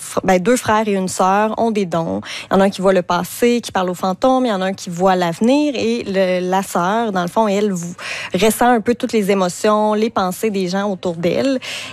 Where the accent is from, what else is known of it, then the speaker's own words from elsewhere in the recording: Le Bic, Quebec, Canada; Et moi, j'habite au Bic, je viens du Bic aussi, ma mère vient du Bic.